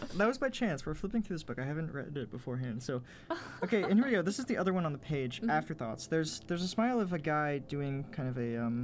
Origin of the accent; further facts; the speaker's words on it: Texas, United States; Duncanville, Texas, which is close to my hometown.